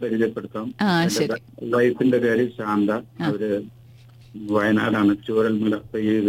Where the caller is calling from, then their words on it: Shoranur, Kerala, India; നമസ്കാരം, ഞാൻ ഷൊർണൂരിൽ നിന്നാണ് സംസാരിക്കുന്നത്.